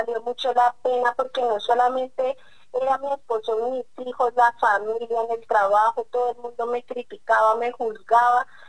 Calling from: Chocontá, Cundinamarca, Colombia; Yo soy de Chocontá, Cundinamarca.

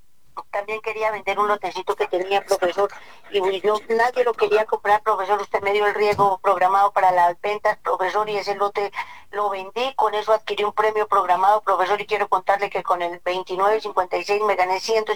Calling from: Santa Sofía, Boyacá, Colombia; Acá desde Santa Sofía, Boyacá, profe.

